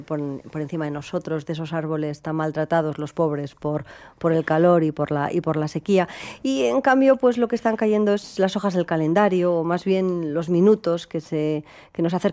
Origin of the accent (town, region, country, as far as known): Llodio, Basque Country, Spain; born or raised there; also born or lived in Bilbao